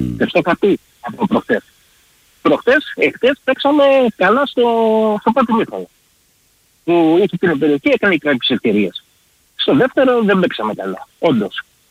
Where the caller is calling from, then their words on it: Kalamata, Peloponnese, Greece; Είμαι Ολυμπιακός στην καρδιά μου, όμως εγώ είμαι Καλαμάτα. Το λέω, δηλαδή, αγαπάω πολύ τον τόπο μου.